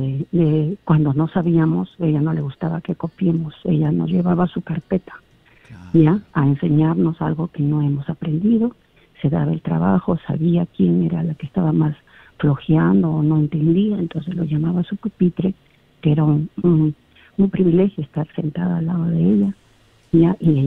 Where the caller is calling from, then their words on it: Chocope, La Libertad, Peru; De acá del norte, joven, de la ciudad de Chocope, entre Paiján y Chocope.